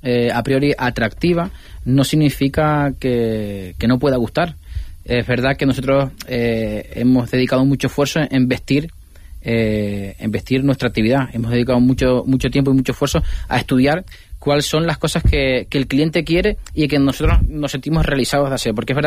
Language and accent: Spanish; La Palma, Canary Islands, Spain; somos de La Palma